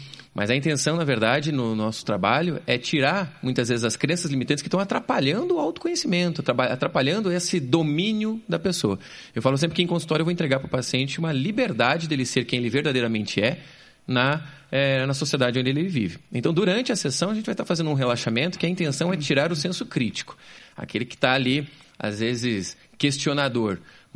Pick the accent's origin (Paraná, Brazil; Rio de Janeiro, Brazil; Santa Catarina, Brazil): Paraná, Brazil; Curitiba; born there; Sou curitibano. Curitibano.